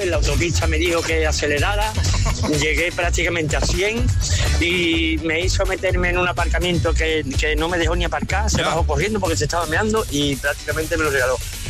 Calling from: Seville, Andalusia, Spain; yo soy el panadero de Sevilla.

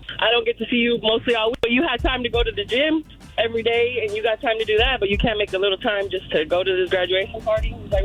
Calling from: Garland, Texas, United States; I'm calling from Garland, Texas.

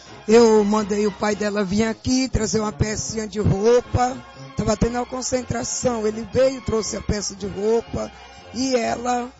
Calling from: Rio de Janeiro, Brazil; Venho lá do Jericinó, congrego lá na Vila Kennedy

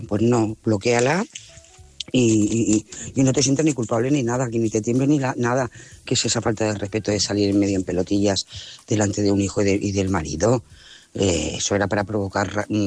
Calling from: Lloret de Mar, Catalonia, Spain; Hola, buenas noches, corresponsales, audiencias … Lloret de Mar.

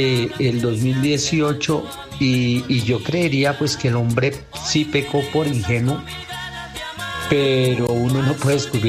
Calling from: Bogotá, Colombia; la localidad de Kennedy.

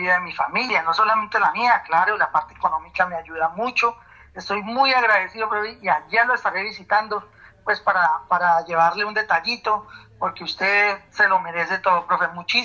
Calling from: Garagoa, Boyacá, Colombia; Estoy llamando de Garagoa.

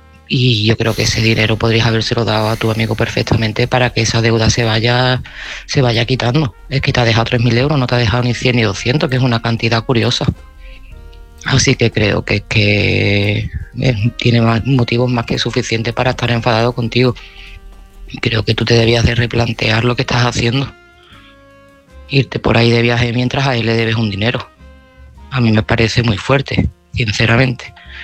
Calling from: Seville, Andalusia, Spain; de Sevilla y este mensaje va para Antonio.

